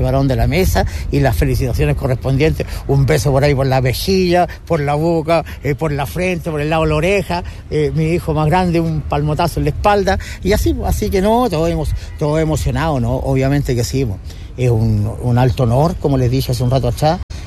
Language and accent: Spanish; Chile; siendo buen chileno